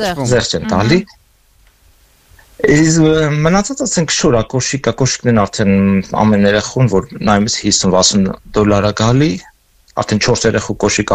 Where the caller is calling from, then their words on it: Los Angeles, California, United States; Լոս Անջելեսից եմ զանգահարում